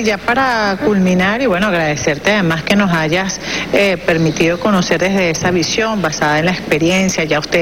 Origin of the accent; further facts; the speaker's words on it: Venezuela; somos venezolanos